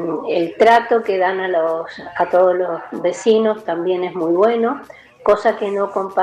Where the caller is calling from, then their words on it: Guaymallén, Mendoza, Argentina; vivo en Guaymallén